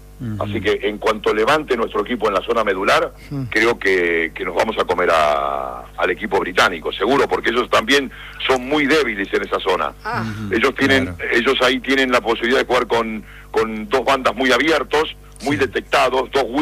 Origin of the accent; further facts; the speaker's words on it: Argentina; now in Spain; 54 años viviendo en España, sí, toda una vida, mis hijos nacieron aquí, todo, pero evidentemente Argentina sobre todo, yo soy argentino y muero por Argentina